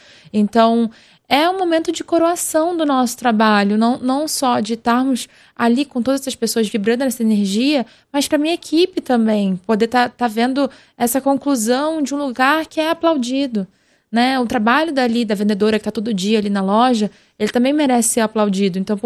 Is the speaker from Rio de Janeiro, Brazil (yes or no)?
yes; Niterói, Rio de Janeiro, Brazil; also born or lived in Belém; now in São Paulo, Brazil; Eu nasci em Belém do Pará, eu fui criada em Niterói e eu moro em São Paulo. Então, eu tenho alguns pedacinhos de Brasis dentro de mim.